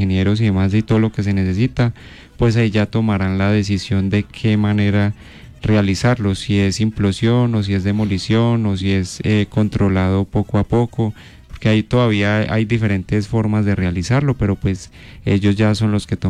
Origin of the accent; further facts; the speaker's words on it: Colombia; todos como buen colombiano, nos dejamos coger la noche